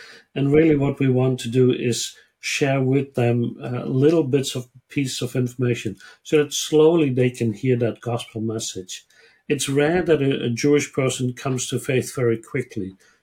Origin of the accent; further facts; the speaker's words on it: eastern Netherlands, Netherlands; moved away as an adult; also born or lived in Israel; now in Australia; I was born in the Netherlands in the 1960s. It's a small place in the east of the Netherlands, a very small community.